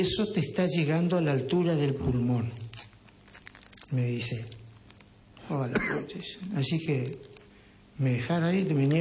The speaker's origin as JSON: {"language": "Spanish", "town": "Reconquista", "region": "Santa Fe", "country": "Argentina", "tie": "born or raised there", "also_born_or_lived": "La Antera", "said": "yo me crié en la Antera y más allá que soy nacido y criado acá en Reconquista, pero mal criado en la Antera."}